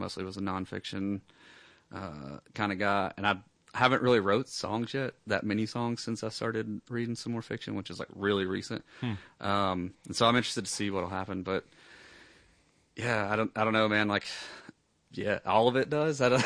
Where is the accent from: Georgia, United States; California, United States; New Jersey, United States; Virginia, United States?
Georgia, United States; Calhoun; no, I'm from Calhoun. Calhoun. Fairmount, Georgia. Rural North Georgia. Yeah, lived there. Or I grew up there